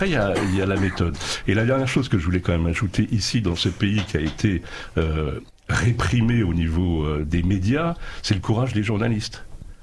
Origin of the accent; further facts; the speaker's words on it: France; now in Hungary; en tant que Français établi ici